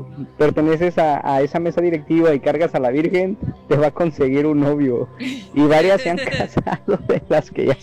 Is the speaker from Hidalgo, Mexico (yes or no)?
no; Michoacán, Mexico; born there; Yo en mi pueblo, en Michoacán